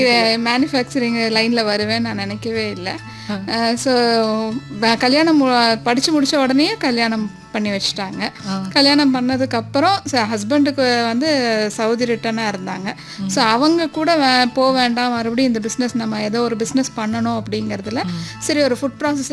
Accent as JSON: {"language": "Tamil", "town": "Coimbatore", "region": "Tamil Nadu", "country": "India", "said": "கொங்கு நாடு தான், கோயம்புத்தூர் தான். பக்கா கோயம்புத்தூர் பொண்ணு தான்."}